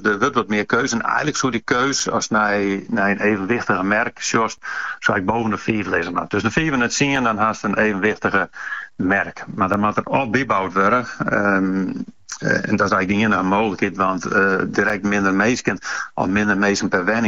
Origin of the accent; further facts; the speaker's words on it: Friesland, Netherlands; Nee, we zijn Fries natuurlijk al een beetje hoos.